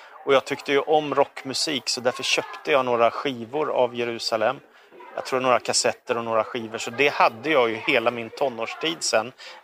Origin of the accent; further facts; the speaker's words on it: Stockholm, Stockholm County, Sweden; born there; also born or lived in Småland / Danderyd; now in Karlstad, Sweden; Vi flyttade upp till Stockholm från Småland. Då kom de med som medlemmar i Philadelphia-kyrkan i Stockholm. Så jag var med där en del i min uppväxt. Men jag bodde ju i Danderyd och det var väldigt sekulariserat.